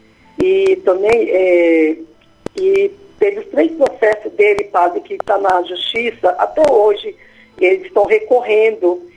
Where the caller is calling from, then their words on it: São Paulo, Brazil; Eu falo aqui de Itaquera, São Paulo.